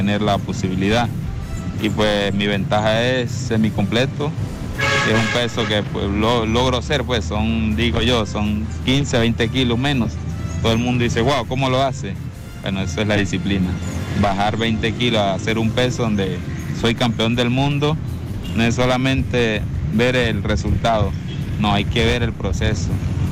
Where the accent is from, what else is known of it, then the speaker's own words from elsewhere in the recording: El Vigía, Mérida, Venezuela; Soy hijo del Vigía, soy hincha del Vigía, soy del barrio La Conquista. Ahí crecí, ahí me crié